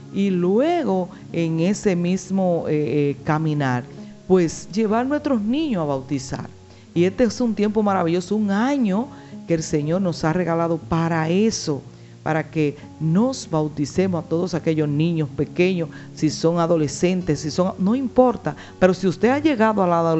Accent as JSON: {"language": "Spanish", "country": "Dominican Republic", "said": "como dominicanos al fin, pues tenemos que celebrar"}